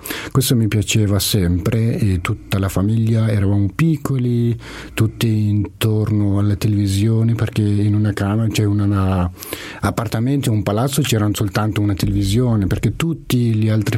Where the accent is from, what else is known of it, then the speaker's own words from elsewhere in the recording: Afghanistan; Italian is a second language; moved away as an adult; now in Switzerland; vengo dall'Afghanistan, vivo qua in Svizzera da 10 anni e ho 31 anni e lavoro qua da 10 anni